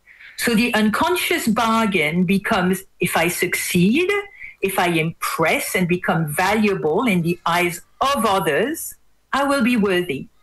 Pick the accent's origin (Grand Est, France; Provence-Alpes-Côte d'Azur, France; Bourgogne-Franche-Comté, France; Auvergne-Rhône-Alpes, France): Auvergne-Rhône-Alpes, France; now in Australia; So as my accent gives away, I am originally French. I was born near Switzerland, near Geneva. I worked for many years at the UN. And in my 40s, I moved to Australia, where I now live near Brisbane.